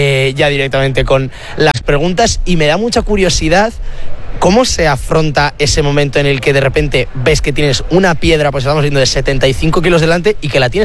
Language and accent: Spanish; Bilbao, Basque Country, Spain; yo soy de Bilbao, muy de Bilbao